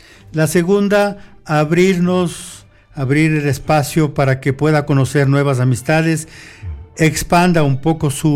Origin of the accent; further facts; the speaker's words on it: Ecuador; somos todos ecuatorianos